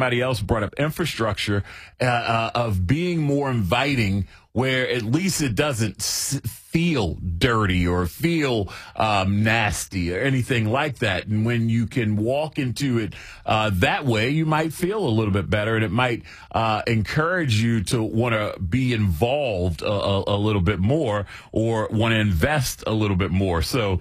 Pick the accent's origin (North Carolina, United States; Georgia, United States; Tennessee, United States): North Carolina, United States; Charlotte; born there; I was born in 81 in Charlotte, North Carolina.